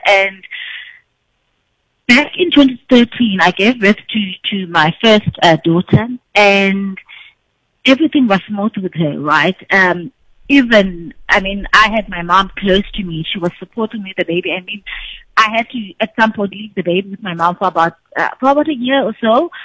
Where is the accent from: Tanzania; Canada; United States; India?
Tanzania; Ekondweni; English is a second language; So the woman behind it all is, I would say, is just an ordinary woman from born and raised in Tanzania, Ekondweni. That's me behind all these titles.